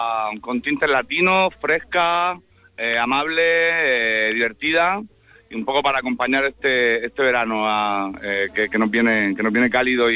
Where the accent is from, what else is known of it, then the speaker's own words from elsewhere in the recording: Region of Murcia, Spain; yo sabes que soy de Murcia